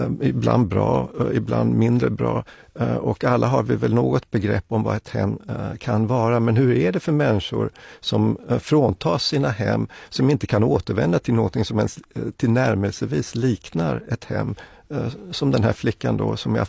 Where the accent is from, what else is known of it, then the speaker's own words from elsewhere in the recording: Sweden; born there; Ja, min far är grek, jag är född i Sverige, jag har en österrikisk mor.